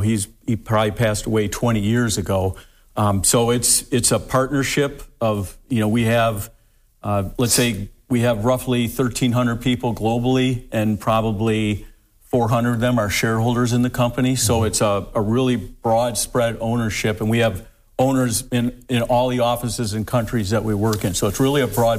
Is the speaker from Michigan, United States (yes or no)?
no; Toledo, Ohio, United States; graduate of the University of Toledo, born and raised here in Toledo as well.